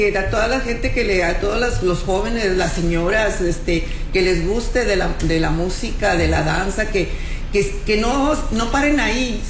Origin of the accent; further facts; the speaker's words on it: Mexico; Siempre he dicho que no somos mexicanos nada más en septiembre, somos mexicanos todo el año